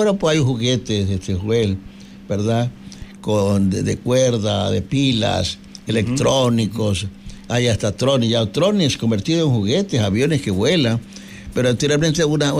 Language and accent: Spanish; Manabí, Ecuador; born there; moved away; soy un campesino que salí de Tigre buscando la educación, buscando mejores oportunidades, y por acá estoy todavía